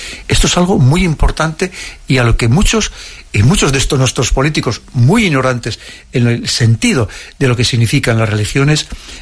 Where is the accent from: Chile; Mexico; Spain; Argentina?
Spain; nosotros ahora a lo mejor, como españoles, como europeos, en el que vivimos en una época de lo que prima es el materialismo